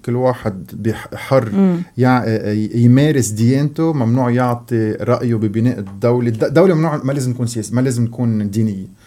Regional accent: Lebanon; ومش لأني أنا لبناني

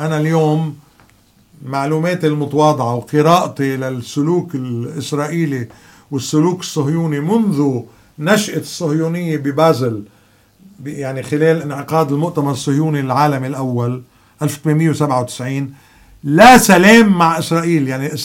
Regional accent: Lebanon; أنا ما برضى … كلبناني مسيحي ماروني

